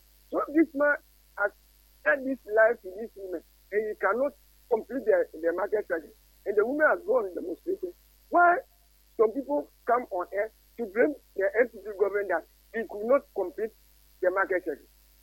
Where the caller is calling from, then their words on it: Japan; Calling from Japan.